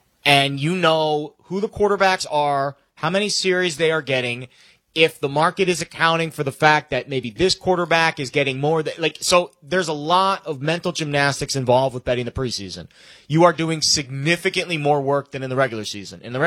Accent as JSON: {"language": "English", "region": "Florida", "country": "United States", "tie": "born or raised there", "said": "I grew up in South Florida and in the 90s"}